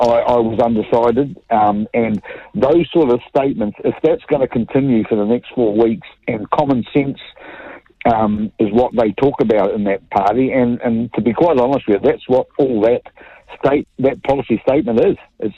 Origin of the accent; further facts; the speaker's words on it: New Zealand; Yeah, look, I'm a New Zealander who's probably like a lot of others